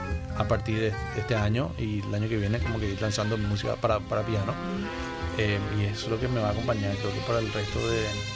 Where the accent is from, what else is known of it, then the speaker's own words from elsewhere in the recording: Paraguay; Soy paraguayo, tengo la sangre guaraní.